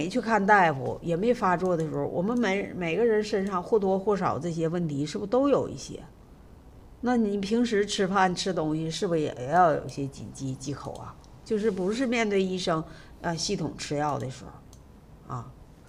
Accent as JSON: {"language": "Chinese", "region": "Northeast China", "country": "China", "said": "我们东北人口重啊"}